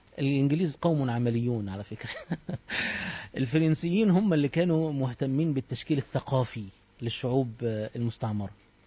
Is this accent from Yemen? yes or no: no; Egypt; يعني احنا عندنا في مصر